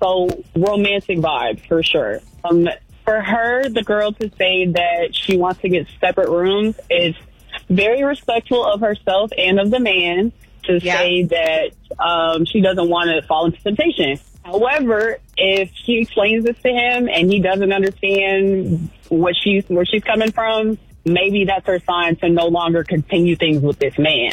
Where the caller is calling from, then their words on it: Atlanta, Georgia, United States; Good morning, y'all. This is … from Atlanta.